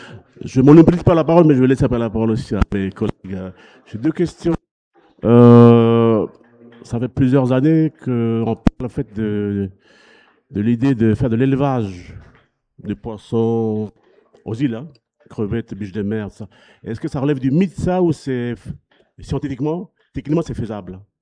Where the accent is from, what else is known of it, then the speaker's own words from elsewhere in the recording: Auvergne-Rhône-Alpes, France; Là, je parle du Sud, parce que je suis du Sud d'Auvergne